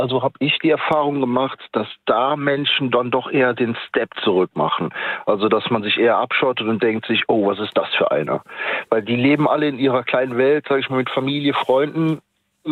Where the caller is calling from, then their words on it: Germany; Ich komme aus der Eifel.